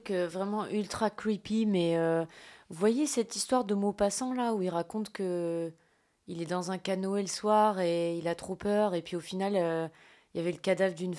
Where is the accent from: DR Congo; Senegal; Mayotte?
Mayotte; born or raised there